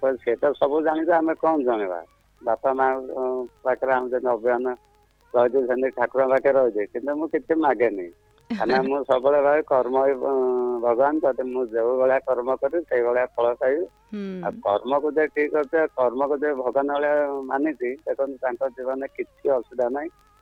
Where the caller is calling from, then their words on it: Kotila, Odisha, India; କୋଟିଲା କନପୁର ଜଗତସିଂହପୁର କହୁଥିଲି।